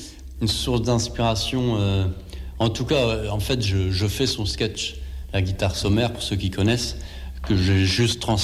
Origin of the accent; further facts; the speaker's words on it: Lille, Hauts-de-France, France; Ah, moi je viens de Lille.